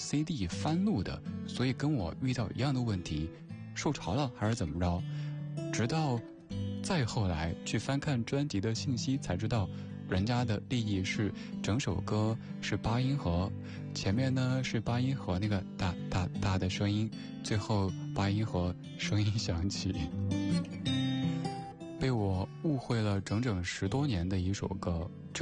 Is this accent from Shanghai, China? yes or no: no; Sichuan, China; 尤其我们四川人特别喜欢吃豌豆尖